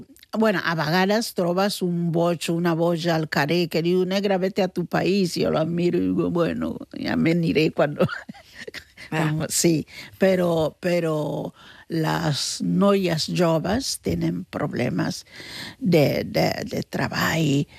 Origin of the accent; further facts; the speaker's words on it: Barcelona, Catalonia, Spain; born there; Jo d'aquí vaig nascut a l'Hospital de Sant Pau.